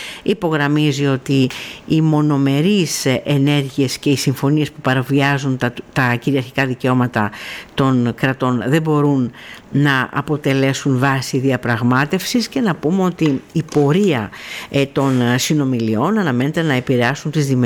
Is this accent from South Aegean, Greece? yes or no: yes; Kalymnos, South Aegean, Greece; διότι εμείς που ζήσαμε στην Κάλυμνο, που μεγαλώσαμε στην Κάλυμνο